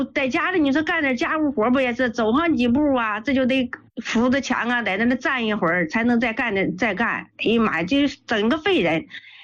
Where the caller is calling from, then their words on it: Liaoning, China; accent: Northeastern; 我是辽宁的。